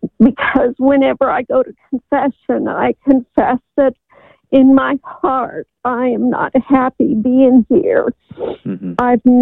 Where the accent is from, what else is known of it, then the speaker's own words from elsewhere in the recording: Colorado, United States; now in Massachusetts, United States; I came from Colorado and I ended up needing to sell my condo, and I've just been here. I don't consider myself a Massachusetts person